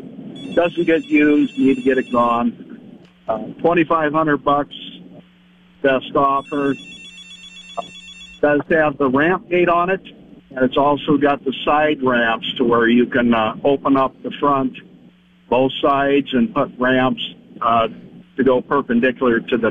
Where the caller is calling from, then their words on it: Sioux Falls, South Dakota, United States; Sioux Falls right now. We kind of drift around. Yeah, no, Sioux Falls.